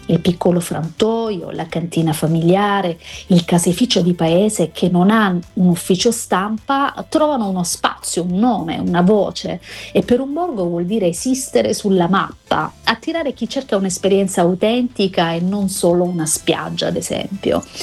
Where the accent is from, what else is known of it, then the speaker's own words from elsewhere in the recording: Taranto, Apulia, Italy; now in Rome, Italy; sono di Taranto, la Puglia ce l'ho addosso, ma oggi vivo a Roma